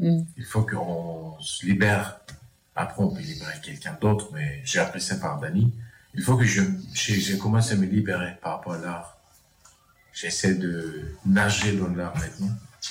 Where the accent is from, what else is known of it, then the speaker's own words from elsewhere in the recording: Turkey; born there; French is a second language; moved away; je suis né en Turquie...